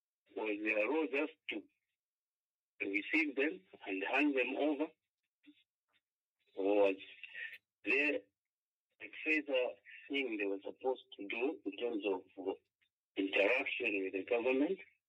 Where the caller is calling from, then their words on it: Ndola, Copperbelt, Zambia; I'm calling from Ndola.